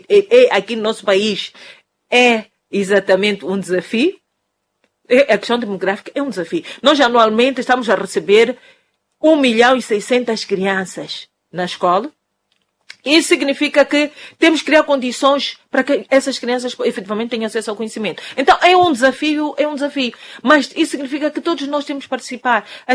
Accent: Mozambique; Então, é importante que todos juntos, como moçambicanos, avaliemos e tenhamos consciência que nós temos que mudar como adultos

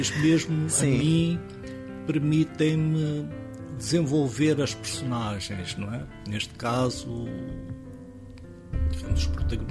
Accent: Goa, India; as primeiras histórias serem sobre a minha infância e primeira juventude em Goa, fizeram-me renascer esse interesse por contar uma história goesa

